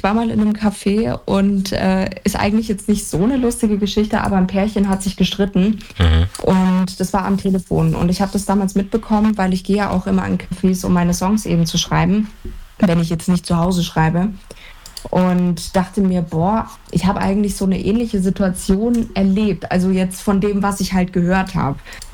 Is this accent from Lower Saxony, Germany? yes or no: no; Landsberg am Lech, Bavaria, Germany; Also ich komme aus Landsberg am Lech. Das ist in der Nähe von Augsburg, 20 Minuten entfernt circa.